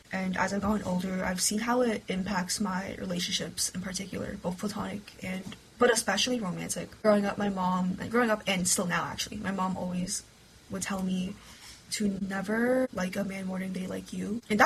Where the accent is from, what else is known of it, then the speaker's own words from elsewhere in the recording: Brooklyn, New York, United States; growing up in Brooklyn, and where I went to high school, I'm pretty sure the racial demographic was, like, 60% Asians.